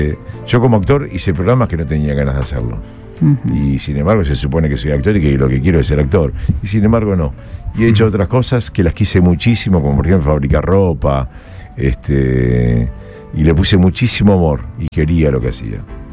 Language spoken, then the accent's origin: Spanish; Argentina; yo amo mucho mi país, soy muy patriota.